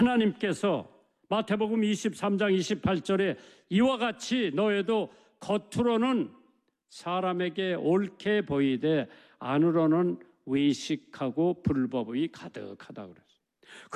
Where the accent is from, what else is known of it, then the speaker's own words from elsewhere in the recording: South Korea; 우리 한국 사람들은 generous 앨러스가 존경한다고 하지만은 제가 본 한국 사람들은 체면을 많이 생각을 해요.